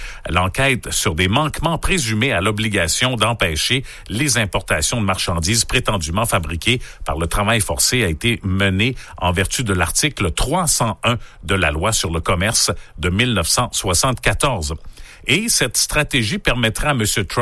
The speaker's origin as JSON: {"language": "French", "country": "Canada", "said": "dont, évidemment, chez nous, au Canada."}